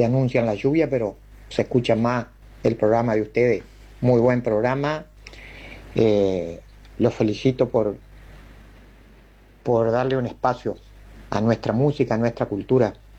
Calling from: Lucas González, Entre Ríos, Argentina; Escuchando acá desde Lucas González.

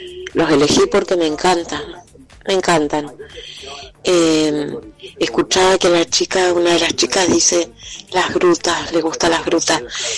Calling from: Neuquén, Argentina; Bueno, les mando un abrazote. … de Neuquén.

